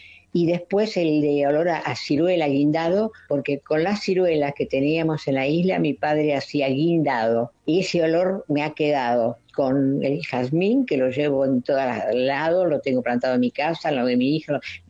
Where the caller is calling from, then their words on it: Tigre, Buenos Aires Province, Argentina; de Tigre.